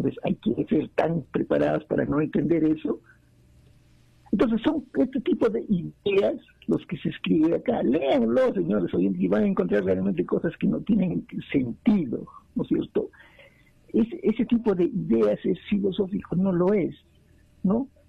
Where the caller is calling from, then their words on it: Juliaca, Puno, Peru; de Juliaca.